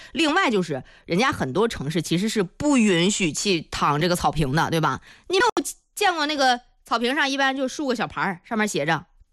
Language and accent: Chinese; Zhengding, Hebei, China